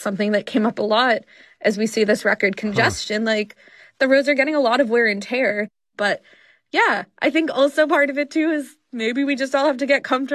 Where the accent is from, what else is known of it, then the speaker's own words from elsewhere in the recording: New York, United States; as a New Yorker, great.